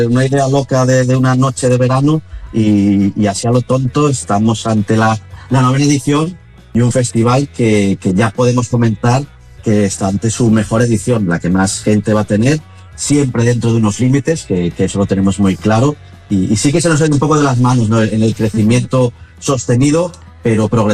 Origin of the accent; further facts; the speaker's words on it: Cangas del Narcea, Asturias, Spain; Somos en Cangas del Narcea el único sitio de Asturias en el que no tenemos sidra, sino que tenemos vino, ¿no?